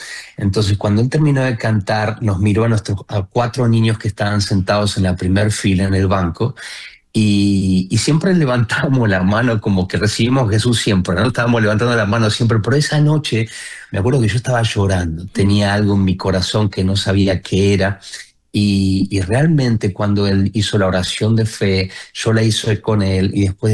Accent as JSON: {"language": "Spanish", "country": "Argentina", "accent": "Argentine", "said": "vengo de familia cristiana. Mis abuelos, por mi tonada ya la gente me va a sacar que soy argentino. Mis abuelos allí en el sur, en Argentina, empezaron a evangelizar."}